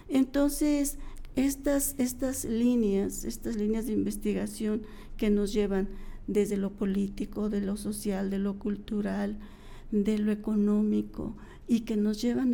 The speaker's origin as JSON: {"language": "Spanish", "country": "Mexico", "said": "lo que somos como mexicanos, como este grupo mestizo, que son la mayoría de la población"}